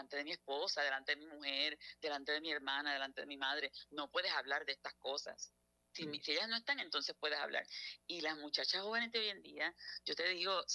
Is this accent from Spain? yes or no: no; Puerto Rico; moved away; O sea, yo me fui de Puerto Rico.